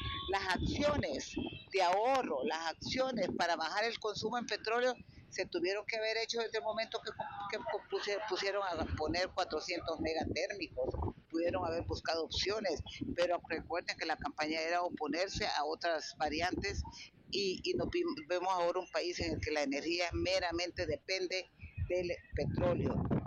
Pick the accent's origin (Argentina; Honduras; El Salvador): Honduras; los hondureños